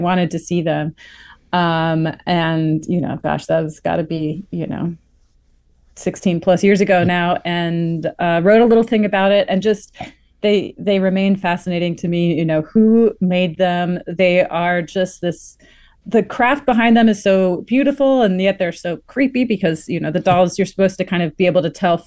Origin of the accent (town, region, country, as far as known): East Coast, United States; also born or lived in Texas